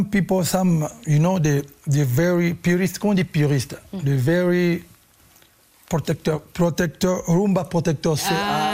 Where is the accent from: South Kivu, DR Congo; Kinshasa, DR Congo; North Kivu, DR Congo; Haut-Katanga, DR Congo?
Kinshasa, DR Congo; first language Lingala; English is a second language; I never speak Swahili when I grew up in Kinshasa, I speak just Lingala, a little bit French.